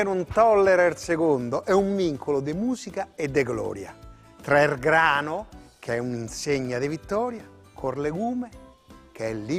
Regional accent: Rome, Lazio, Italy; Però insomma io dico sempre che sono un romano di Roma, perché sono nato a Roma e mi piace l'idea di poter rappresentare questa romanità.

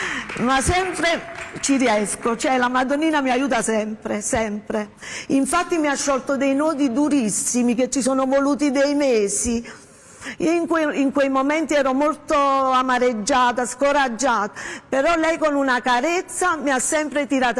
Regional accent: Ischia, Campania, Italy; vengo da Ischia

